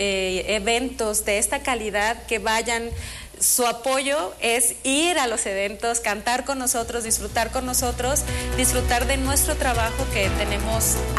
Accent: Sinaloa, Mexico; born there; Yo nací en Sinaloa, pero ya soy muy, muy michoacana.

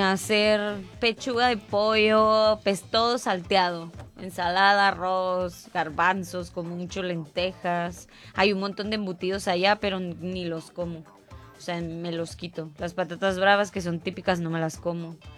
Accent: Mexico; moved away as an adult; now in Barcelona, Spain; esta es mexicana

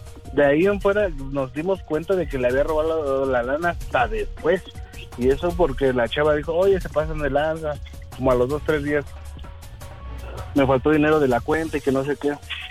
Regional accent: Hidalgo, Mexico; now in Mexico City, Mexico; Yo soy originario de Hidalgo.

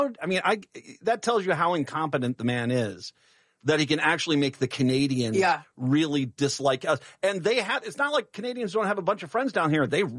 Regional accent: Minnesota, United States; I'm from Minnesota.

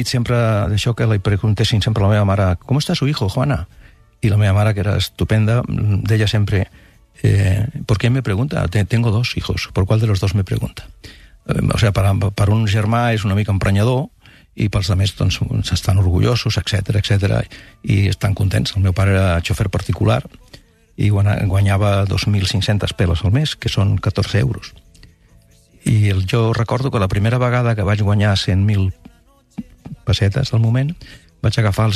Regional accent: Barcelona, Catalonia, Spain; born there; Recordo que al meu barri, a Sant Gervasi

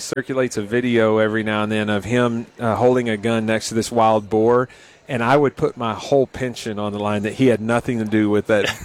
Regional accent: Valiant, Oklahoma, United States; So I grew up in McCurtain County. Mm-hmm. Valiant is the town I grew up in. People know McCurtain County now because of Broken Bow.

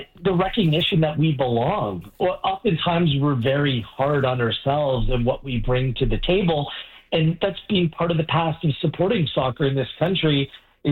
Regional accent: Canada; Well, just being a Canadian

